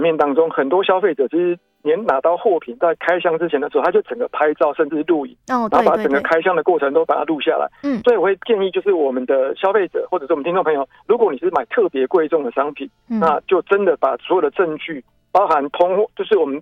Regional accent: Taiwan

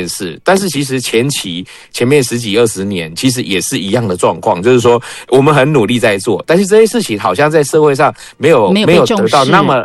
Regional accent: Taiwan; 我们台湾人

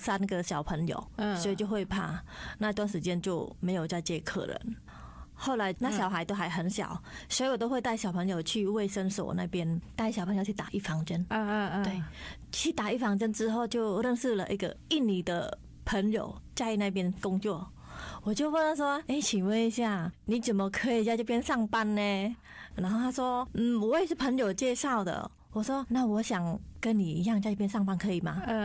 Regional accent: Cambodia; now in Taoyuan, Taiwan; 其实从我来到台湾之后，我记得说，因为我住桃园嘛，那桃园的相关政府还蛮注重我们新住民的一些。开很多课程，那我也想说，哎，其实我们柬埔寨在台湾蛮少的

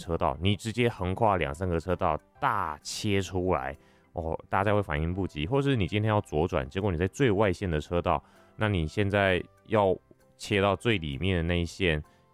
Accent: Taichung, Taiwan; 呢，也是蛮期待这样子的一个交通落成啦

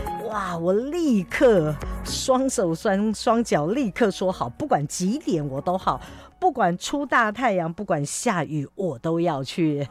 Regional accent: Hualien County, Taiwan; 很小的时候在花莲，

